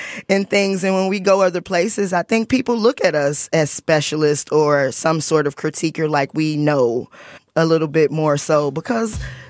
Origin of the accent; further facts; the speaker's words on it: Chicago, Illinois, United States; it's really great having that tagline, I'm from Chicago, because we do things specific to our city that people don't do anywhere else.